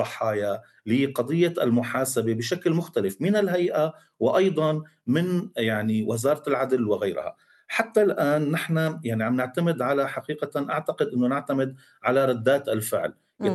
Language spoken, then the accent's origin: Arabic; Syria; ونستحق كسوريين وكضحايا